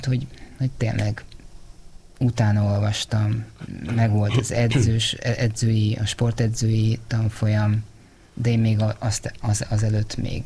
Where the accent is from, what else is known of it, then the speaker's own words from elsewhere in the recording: Budapest, Hungary; Igen, gyerekkorom óta ott lakom a hegyen, aha, a 12. kerület, akkor egy 2 kilométer sugarú körben nőttem föl